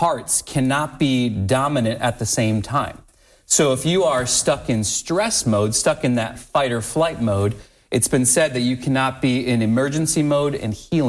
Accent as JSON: {"language": "English", "town": "Waterville", "region": "Ohio", "country": "United States", "tie": "born or raised there", "also_born_or_lived": "Columbus, Ohio / Marietta, Georgia", "said": "I'm from Waterville. Grew up, went to Anthony Wayne High School, and moved down to Columbus for a brief stint at The Ohio State University"}